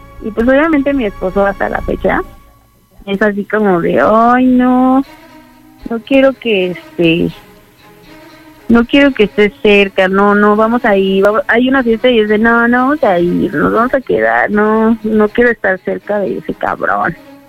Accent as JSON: {"language": "Spanish", "town": "Linda Vista", "country": "Mexico", "said": "Sí, soy de Linda Vista."}